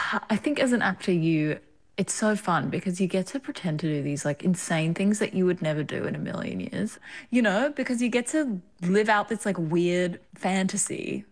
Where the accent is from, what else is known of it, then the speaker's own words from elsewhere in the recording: Australia; accent: Australian; You know, if it was, like, my Australian accent, they'd be like, lock her up, you know?